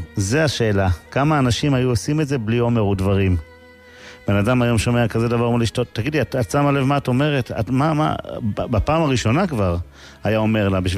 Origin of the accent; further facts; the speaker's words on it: Kiryat Ata, Haifa District, Israel; כשהייתי ילד קטן בקריית אתא, היה שם יהודי זקן מאוד